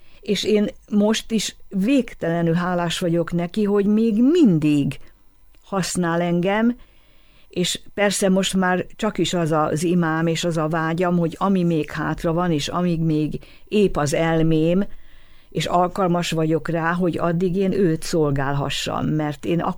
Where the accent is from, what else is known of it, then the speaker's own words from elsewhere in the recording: Hungary; Tehát az, hogy én magyar vagyok